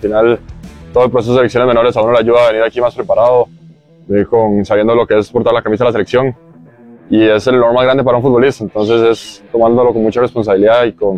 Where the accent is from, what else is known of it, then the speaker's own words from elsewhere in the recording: Costa Rica; yo soy canadiense por el lado de mi madre, pero he vivido toda mi vida en Costa Rica